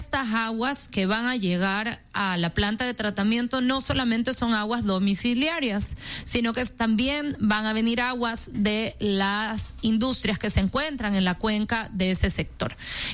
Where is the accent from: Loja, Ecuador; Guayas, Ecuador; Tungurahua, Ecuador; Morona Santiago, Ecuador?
Guayas, Ecuador; Guayaquil; Guayaquil se inunda porque estamos como ciudad costera prácticamente al nivel del mar. Pero nosotros como guayaquileños